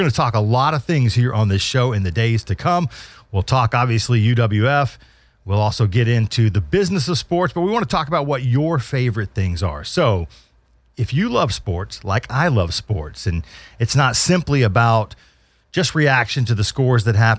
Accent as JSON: {"language": "English", "town": "Pensacola", "region": "Florida", "country": "United States", "tie": "born or raised there", "also_born_or_lived": "Huntsville, Alabama / Dallas, Texas / Charlotte, North Carolina", "said": "I'm from Pensacola. I'm a hometown guy. Went to high school here."}